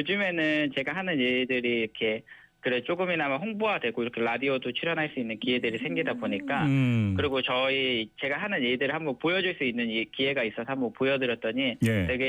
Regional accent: Asan, South Chungcheong, South Korea; 저도 사실 이제 아산이 고향이기는 하지만

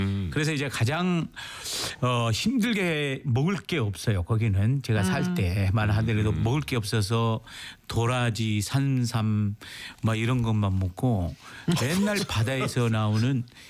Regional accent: Gageodo, South Jeolla, South Korea; moved away; 제 고향이 가고도인데

